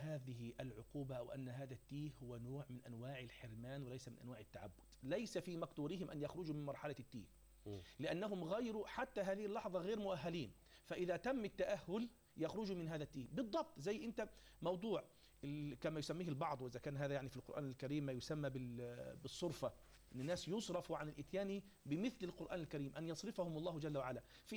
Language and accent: Arabic; Egypt